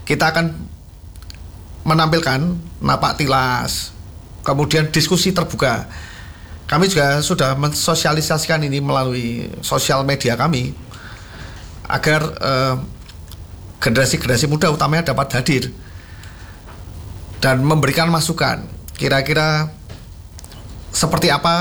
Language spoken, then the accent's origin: Indonesian; Semarang, Central Java, Indonesia; Karena ya harus bangga sebagai orang Semarang, ternyata pendahulu-pendahulu kita merupakan patriot-patriot bangsa.